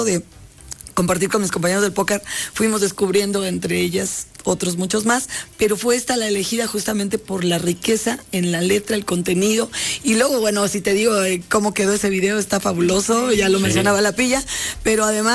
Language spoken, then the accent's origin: Spanish; Puebla, Mexico; y la elegimos justamente porque los 4 somos poblanos